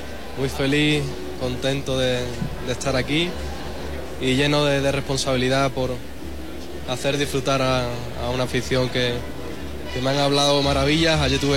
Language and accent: Spanish; Huelva, Andalusia, Spain; lo estrené en Huelva, en mi tierra